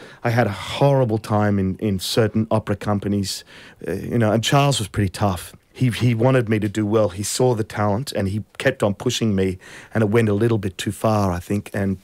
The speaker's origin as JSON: {"language": "English", "country": "Australia", "said": "And he said, are you English? I said, no, I'm Australian."}